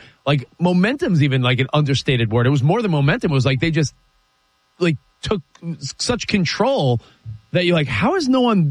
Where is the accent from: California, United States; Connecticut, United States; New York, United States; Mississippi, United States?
New York, United States; I mean, to me, we want Wemby is the most arrogant New York thing. And I'm a New Yorker. I could say that.